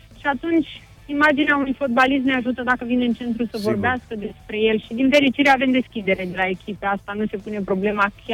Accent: Dolj, Romania; eu sunt din Dolj, atunci tindeam spre Craiova.

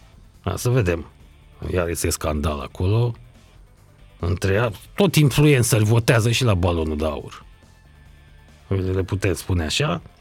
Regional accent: Romania

